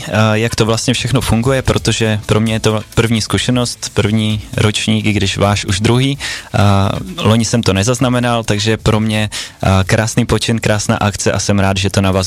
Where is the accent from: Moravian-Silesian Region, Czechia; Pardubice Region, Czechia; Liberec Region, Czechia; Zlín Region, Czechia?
Moravian-Silesian Region, Czechia; Ostrava; než jsme z Ostravy.